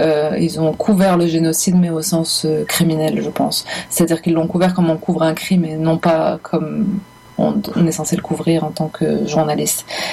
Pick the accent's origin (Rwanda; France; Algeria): Algeria; Parce que j'ai grandi en Algérie, je suis née et j'ai grandi en Algérie, dans l'Algérie postcoloniale